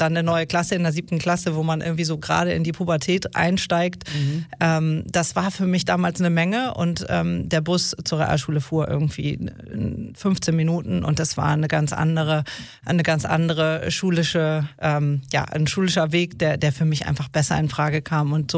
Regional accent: Kiel, Schleswig-Holstein, Germany; born there; Ich bin im Uniklinikum in Kiel geboren, kurz nach 7 morgens, und es ging auch sehr, sehr schnell.

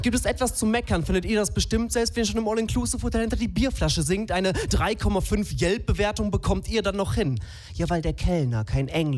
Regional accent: Warstein, North Rhine-Westphalia, Germany; also born or lived in Hamburg; now in Vienna, Austria; Ich bin auch gar nicht im Norden geboren, auch nicht in Wien, sondern in Warstein.

